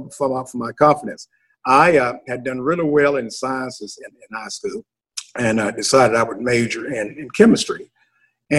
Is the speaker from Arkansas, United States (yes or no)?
yes; Arkansas, United States; moved away as an adult; Growing up in Arkansas